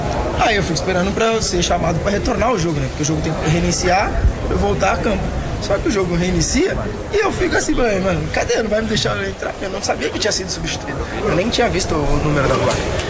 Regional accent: Brazil; Cara, eu sou brasileiro como você também é, né?

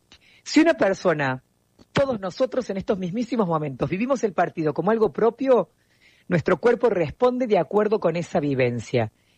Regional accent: Argentina

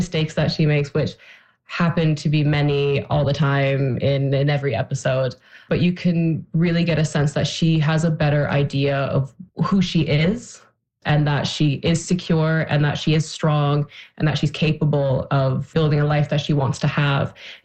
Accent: Newfoundland and Labrador, Canada; born there; I mean, I was born in Newfoundland. I was born in Bjorn.

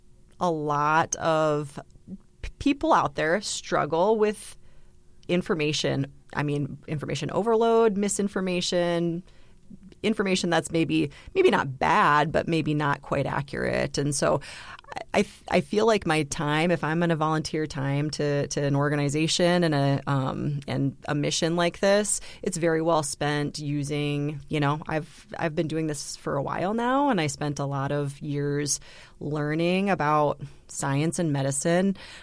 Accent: Brookings, South Dakota, United States; I'm an internal medicine physician here in Brookings, South Dakota. This is my hometown. I was born and raised here, and I've been back practicing now for 10 years.

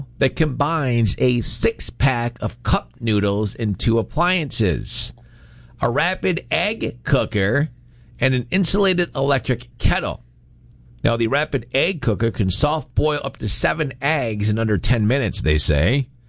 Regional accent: Williamson, New York, United States; I grew up in Williamson.

